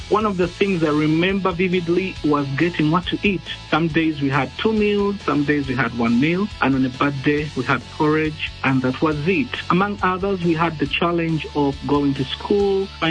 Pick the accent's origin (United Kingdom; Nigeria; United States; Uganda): Uganda; So in a nutshell, life was extremely hard growing up in Uganda.